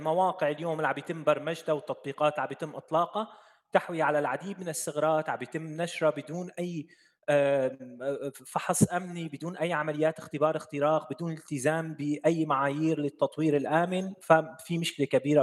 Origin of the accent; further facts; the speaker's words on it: Syria; يكون عندنا بسوريا